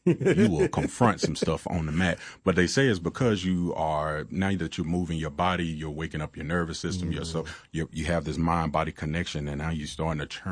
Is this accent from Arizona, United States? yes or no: no; Chattanooga, Tennessee, United States; born or raised there